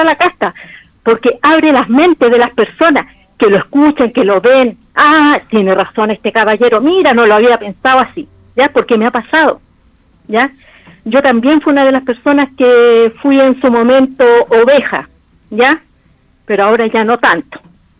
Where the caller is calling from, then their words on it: Viña del Mar, Valparaíso, Chile; Yo soy de Viña del Mar.